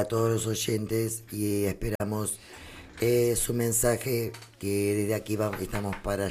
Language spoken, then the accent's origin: Spanish; Argentina; now in Uruguay; soy argentina, no soy acá.